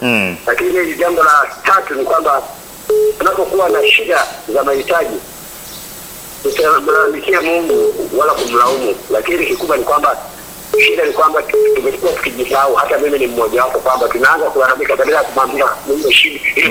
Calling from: Iringa, Tanzania; wa Iringa, lakini kwa sasa hivi niko huku Moshi wilaya Same Suji

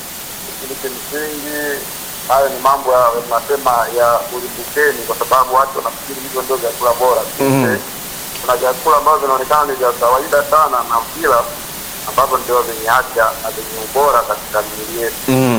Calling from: Kisarawe, Pwani, Tanzania; natokea Kisarawe.

